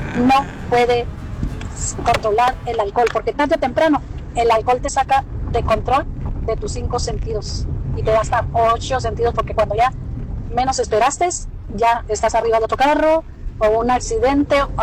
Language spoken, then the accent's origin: Spanish; Tijuana, Baja California, Mexico; born there; yo nací aquí en Tijuana y voy a cumplir 58 años.